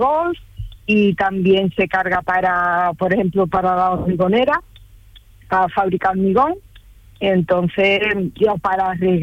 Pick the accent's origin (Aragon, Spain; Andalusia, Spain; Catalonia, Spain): Andalusia, Spain; Alhaurín el Grande; Pues mira, voy para Manilva, soy de la Dinel Grande, y estoy aquí en la carretera que empieza para Ojem.